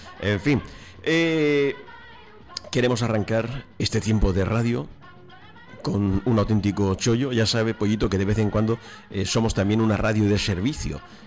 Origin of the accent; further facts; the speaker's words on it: Spain; quiénes somos los españoles